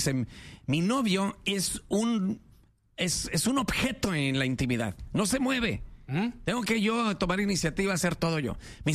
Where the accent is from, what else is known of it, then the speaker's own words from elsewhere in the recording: Mexico; now in United States; Yo soy de México, yo no soy de Estados Unidos.